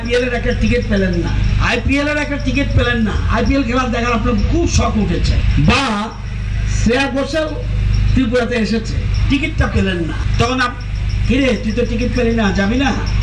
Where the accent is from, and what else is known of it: India